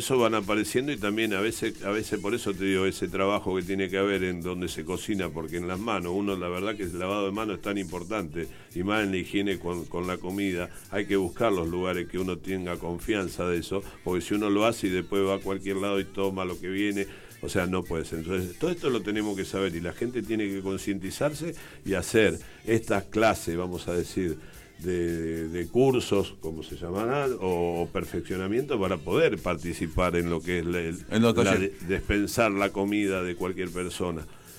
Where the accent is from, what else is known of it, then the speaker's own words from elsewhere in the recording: Ensenada, Buenos Aires Province, Argentina; now in Atlántida, Argentina; yo soy de Ensenada, como decía antes